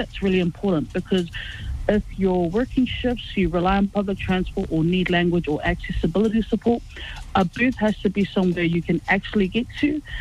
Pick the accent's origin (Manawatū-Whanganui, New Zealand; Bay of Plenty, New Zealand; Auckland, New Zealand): Auckland, New Zealand; Otara; I know we're both from Otara, no bias